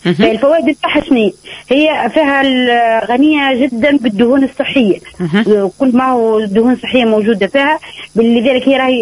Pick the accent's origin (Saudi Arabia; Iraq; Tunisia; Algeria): Tunisia; southern Tunisia; احنا عندنا في الجنوب